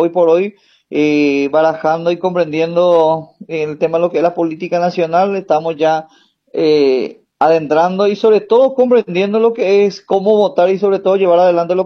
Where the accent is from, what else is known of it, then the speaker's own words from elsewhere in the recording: Irala Fernández, Presidente Hayes, Paraguay; Hoy nos toca estar en lo que es el distrito de Irala Fernández, nacido y mal criado dentro de lo que es el complejo de la cultura indígena.